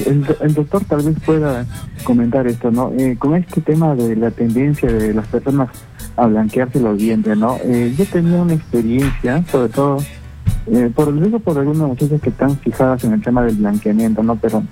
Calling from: Trujillo, La Libertad, Peru; de Trujillo.

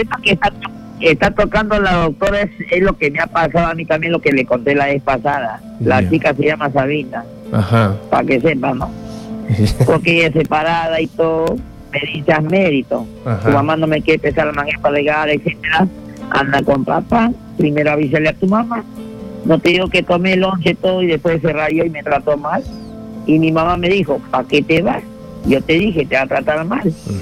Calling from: Lima, Peru; Acá se tembló en San Miguel

